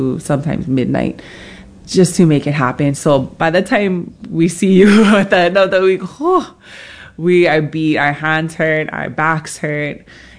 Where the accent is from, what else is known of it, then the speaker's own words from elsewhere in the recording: Makawao, Hawaii, United States; There was no place I'd rather be than in my hometown, Makawal.